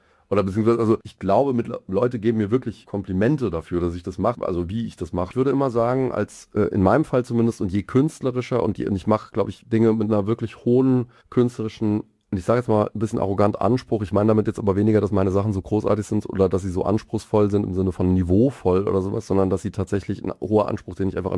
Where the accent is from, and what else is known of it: Mainz, Rhineland-Palatinate, Germany; moved away as an adult; now in Mannheim, Germany